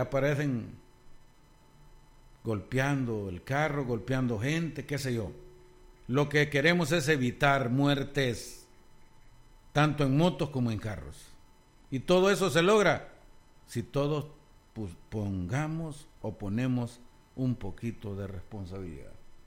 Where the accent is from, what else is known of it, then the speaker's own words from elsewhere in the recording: El Salvador; somos especiales los salvadoreños.